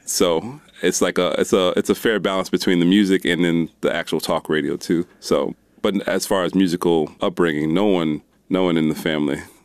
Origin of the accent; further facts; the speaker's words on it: Liverpool, New York, United States; now in Durham, United States; Well, I didn't grow up in Durham, North Carolina, so I guess that's the first part. I actually grew up in Liverpool, Syracuse.